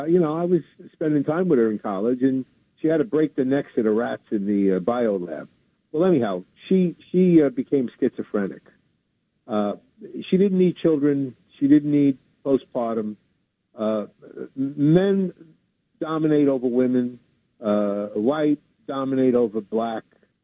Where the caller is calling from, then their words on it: New York City, New York, United States; in Brooklyn again.